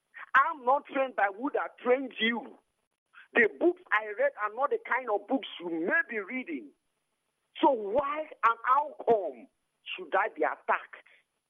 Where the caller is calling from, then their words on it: Port Harcourt, Rivers, Nigeria; I'm calling you from Port Harcourt.